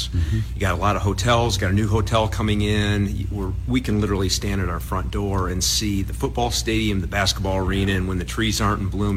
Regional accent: Ohio, United States; We're all either from Bowling Green or Wauseon close by.

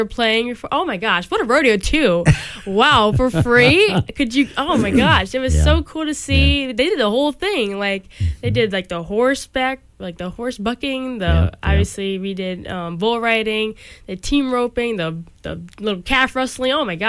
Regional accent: United States; I'm from Wood County.

